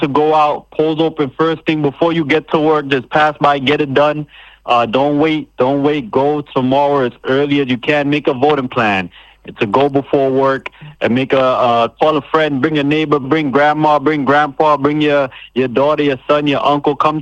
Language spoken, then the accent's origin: English; Brooklyn, New York, United States; I am born and raised in Southeast Brooklyn. I am the son of immigrants from Sierra Leone, West Africa.